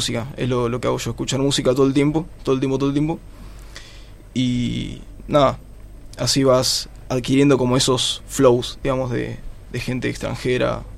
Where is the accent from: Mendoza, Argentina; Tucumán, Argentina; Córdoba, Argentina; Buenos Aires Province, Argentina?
Buenos Aires Province, Argentina; Burzaco; Yo soy de Bursaco, en realidad.